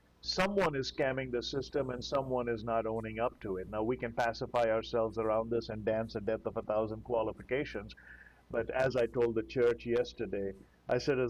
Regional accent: India; now in United States; I'm from India. I'm a first-generation migrant. I came into this country legally.

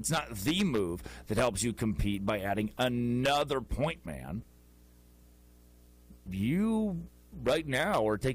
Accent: Arkansas, United States; They were the when I was growing up in Arkansas, it was the closest.

